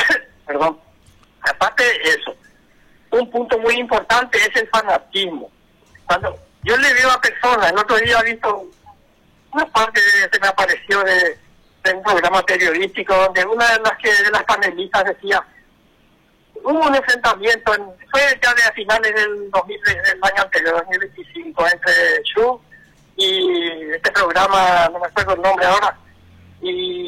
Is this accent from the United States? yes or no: no; Paraguay; Yo soy paraguayo, lo que se puede decir, soy paraguayo, y quiero un país mejor.